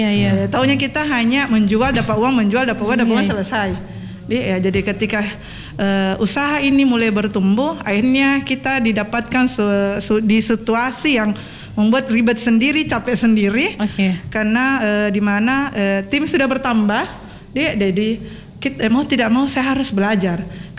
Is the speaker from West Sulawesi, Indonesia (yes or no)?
yes; Mamuju, West Sulawesi, Indonesia; Di situ saya sendiri dari Mamuju. Dari Mamuju sendiri ikut gabung di chapter Makassar.